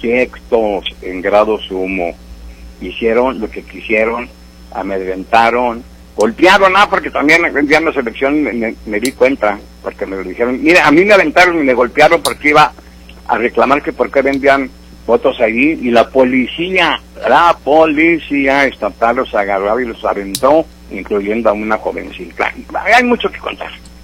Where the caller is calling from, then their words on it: Torreón, Coahuila, Mexico; yo soy de Torreón